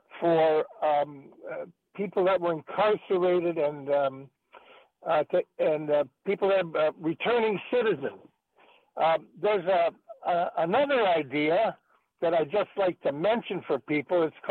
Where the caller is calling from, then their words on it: Vienna, Virginia, United States; I'm calling from Vienna, Virginia.